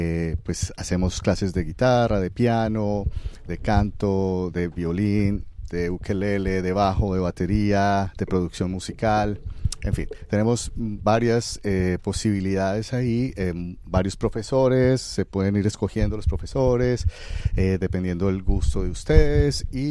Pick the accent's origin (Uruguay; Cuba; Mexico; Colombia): Colombia; now in United States; Exacto, yo que soy colombiano.